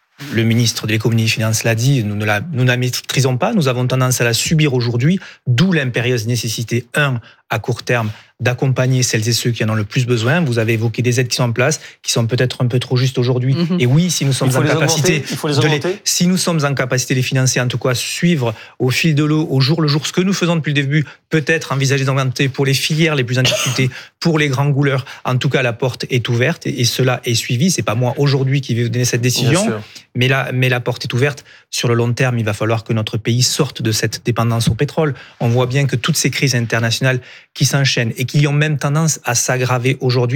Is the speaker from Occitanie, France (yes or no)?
yes; Occitanie, France; Vous savez, moi, je viens d'Ariège. J'arrive tout juste d'Ariège, un milieu rural